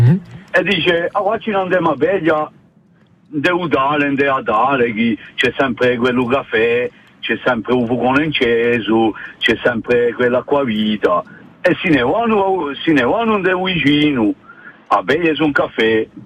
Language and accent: Italian; Piazzole, Corsica, France; in Piazzole, nel mio paese